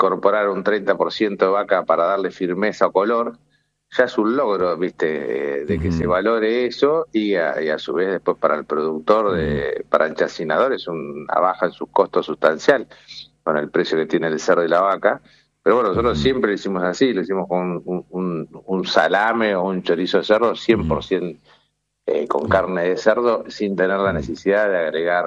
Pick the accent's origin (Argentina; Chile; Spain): Argentina; San Antonio de Areco, Buenos Aires Province; Areco es un pueblo muy tradicional. Bueno, yo soy nacido y criado acá, así que soy muy orgulloso de mi pueblo.